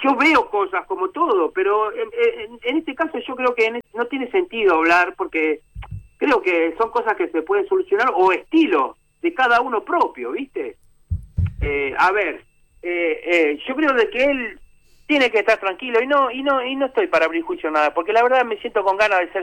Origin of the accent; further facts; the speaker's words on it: Argentina; nosotros como argentinos nunca estamos conformes.